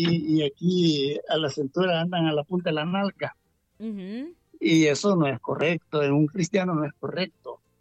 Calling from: San Pedro Sula, Cortés, Honduras

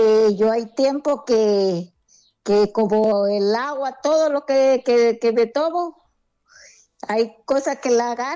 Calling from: Villanueva, Cortés, Honduras; De Villanueva Cortés.

